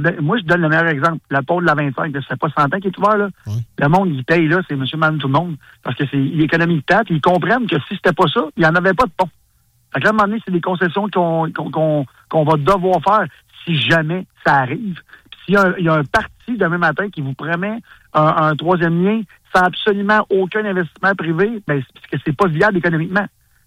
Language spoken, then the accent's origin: French; Montreal, Quebec, Canada; now in Laval, Canada; moi, je viens de Montréal. Je viens de la campagne, j'habite à Laval, fait que le grand Montréal, mettons.